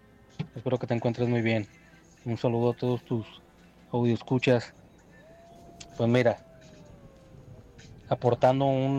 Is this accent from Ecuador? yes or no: no; Guadalajara, Jalisco, Mexico; now in Colima, Mexico; Yo soy de Guadalajara. Tengo radicando aquí en Colima aproximadamente como 22 años. Y estando en Guadalajara, a la edad cercana de unos 9 años